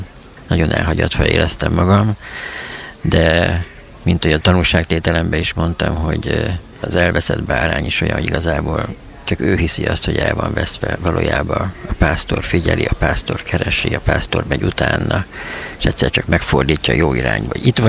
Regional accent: Hódmezővásárhely, Csongrád-Csanád, Hungary; Köszöntöm a rádióhallgatókat … Hódmezővásárhelyről jöttem.

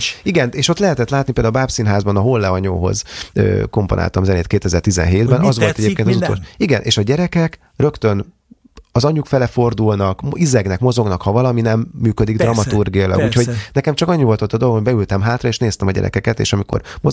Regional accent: Budapest, Hungary; born or raised there; moved away as an adult

